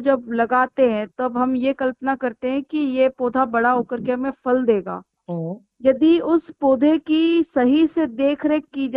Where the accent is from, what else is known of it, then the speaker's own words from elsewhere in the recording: Ujjain, Madhya Pradesh, India; born there; मेरा जन्मभूमि क्षेत्र भी उज्जैन ही रहा है।